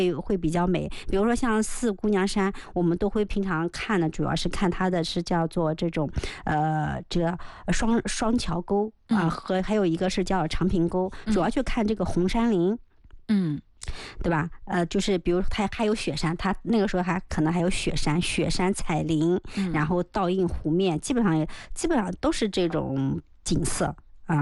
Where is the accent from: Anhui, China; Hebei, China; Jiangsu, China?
Anhui, China; 咱们是安徽人嘛